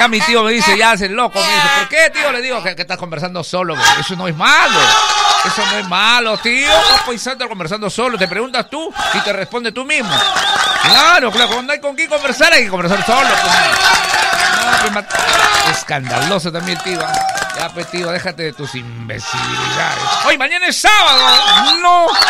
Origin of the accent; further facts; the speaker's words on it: Peru; Y como todo peruano, estamos en la libertad de ir en nuestro país